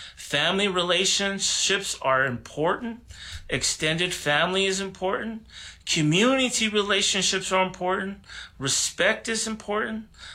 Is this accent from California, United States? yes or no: no; Navajo Nation, New Mexico, United States; As you can tell, I'm not originally from Zuni. I'm from the Navajo Nation, just over there, over the hill from Vandewaga, New Mexico.